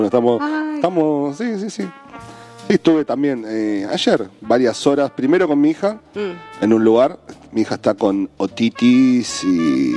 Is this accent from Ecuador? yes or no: no; Casilda, Santa Fe, Argentina; en Casilda, mi ciudad natal, ahí a unos 50 kilómetros de Rosario